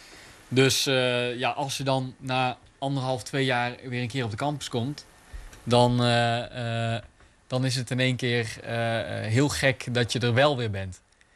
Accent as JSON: {"language": "Dutch", "town": "Tilburg", "region": "North Brabant", "country": "Netherlands", "tie": "born or raised there", "said": "25, geboren en getogen in Tilburg, dus net om de hoek."}